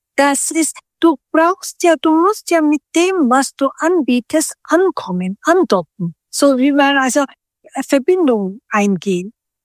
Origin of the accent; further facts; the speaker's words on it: Turkey; German is a second language; Und was jetzt mit meinem Heimat, mit Türkei angeht, wenn ich in der Türkei bin, dann bin ich mit dem dortigen Leben auch in Auseinandersetzung.